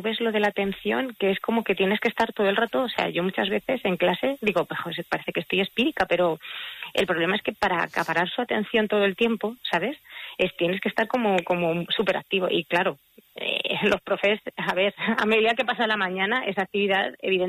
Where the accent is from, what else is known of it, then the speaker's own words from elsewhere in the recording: Archilla, Castilla-La Mancha, Spain; Celia es de mi pueblo, de Archilla